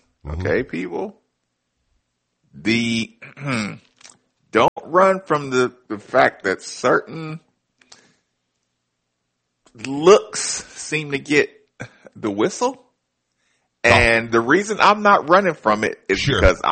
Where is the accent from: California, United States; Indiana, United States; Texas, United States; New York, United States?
Indiana, United States; Clarksville; been on the other side of that as a Louisville fan. I've been on the other side of that. Like you said, growing up in Clarksville